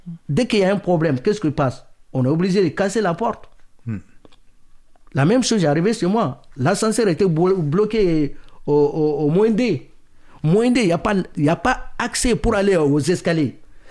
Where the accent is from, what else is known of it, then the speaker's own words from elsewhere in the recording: Mali; lui les Mauritaniens, lui les Sénégalais, moi je suis malien.